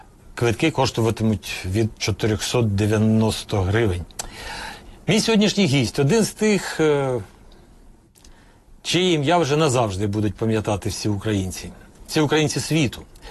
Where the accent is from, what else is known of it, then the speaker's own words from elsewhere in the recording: Kyiv, Ukraine; born there; Попри те, що я киянин і народився тут, а так сталося, що не було мені де жити в власному місті.